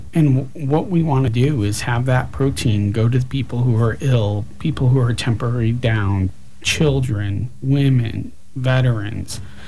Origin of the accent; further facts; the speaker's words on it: Connecticut, United States; moved away as an adult; now in Lockhart, Texas, United States; Denise and I come from Connecticut, but I mainly come from urban Connecticut, and I never had more than a third of an acre.